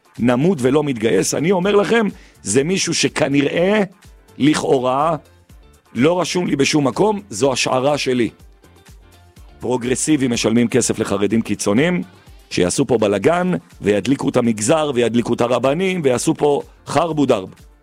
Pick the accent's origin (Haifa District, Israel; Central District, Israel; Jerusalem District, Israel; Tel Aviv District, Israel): Jerusalem District, Israel; Jerusalem; אני גדלתי בחרדים. אני גדלתי ברחוב הנביאים, במקביל מאה שערים.